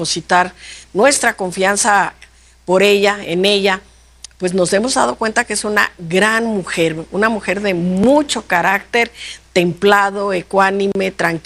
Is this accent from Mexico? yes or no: yes; Mexico; A mí de veras me avergüenza mucho como mexicana